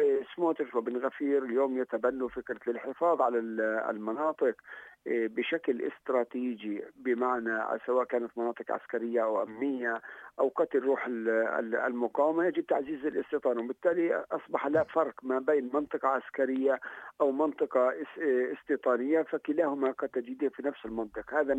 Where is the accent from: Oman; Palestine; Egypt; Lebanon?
Palestine; لنا كفلسطينيين